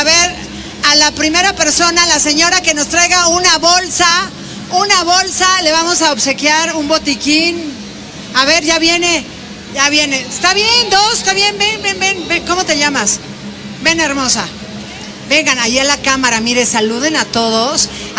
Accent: Puebla, Mexico; Así somos los poblanos.

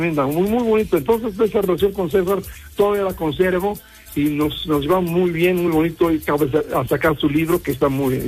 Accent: Mexico; nos identificaran como mexicanos

